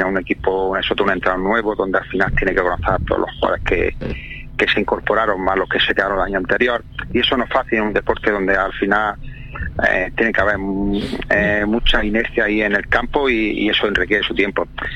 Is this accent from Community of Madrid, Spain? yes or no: no; El Ejido, Andalusia, Spain